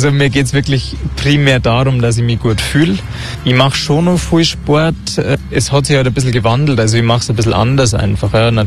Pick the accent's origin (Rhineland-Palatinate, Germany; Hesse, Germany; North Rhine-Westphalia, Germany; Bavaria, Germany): Bavaria, Germany; Bad Tölz; Ist natürlich auch bei uns in Bad Tölz historisch wahrscheinlich auch bedingt.